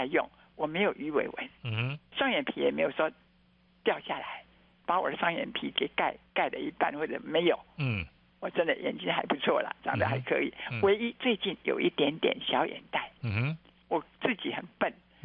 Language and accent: Chinese; Taiwan; 好棒，身为台湾人，我好光荣哦。